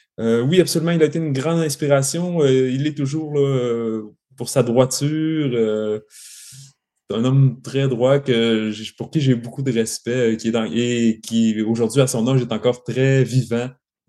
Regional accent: Saint-Prime, Quebec, Canada; Alors, je suis originaire de Saint-Prime, un petit village du lac Saint-Jean. C'est un petit village agricole de campagne situé entre Roberval et Saint-Félicien.

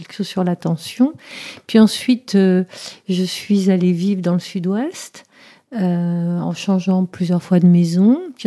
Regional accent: Morocco; born there; also born or lived in Germany; Alors, je suis née au Maroc, dans la lumière de l'Orient.

